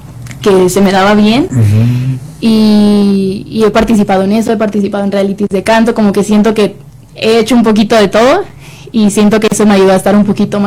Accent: Monterrey, Nuevo León, Mexico; now in Mexico City, Mexico; y que yo, que vengo de Monterrey, obviamente toda la gente de otras ciudades pues queremos venir aquí a la capital a cumplir nuestros sueños

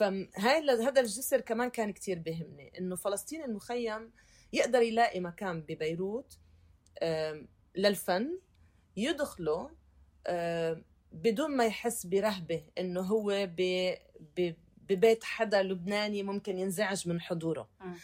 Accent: Palestine; انا فلسطينية. يعني تخيل انا لهجتي يمكن ما بعرف، ساعة يقول لي تونسية، ساعة يقول لي كذا، ساعة يقول لي اردن، ساعة يقول سوريا، بس ما تخيل فلسطين

